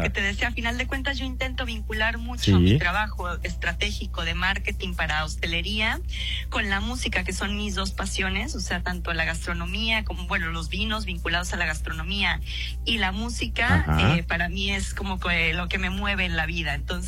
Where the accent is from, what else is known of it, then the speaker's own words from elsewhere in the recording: Guadalajara, Jalisco, Mexico; moved away as an adult; now in Madrid, Spain; La verdad es que en México siempre tomaba tequila. Soy de Guadalajara, además.